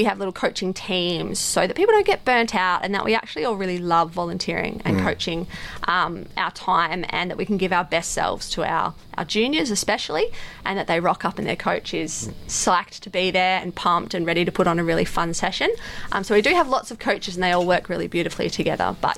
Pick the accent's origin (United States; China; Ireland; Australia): Australia; East Coast; I'm also from the East Coast.